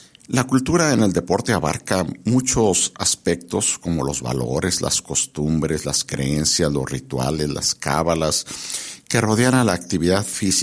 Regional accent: Mexico

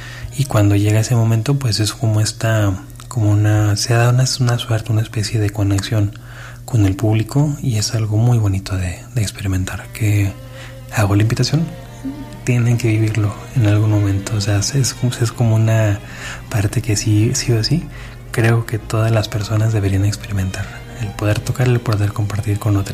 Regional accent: Durango, Mexico; now in Xalapa, Mexico; es que yo soy de Durango.

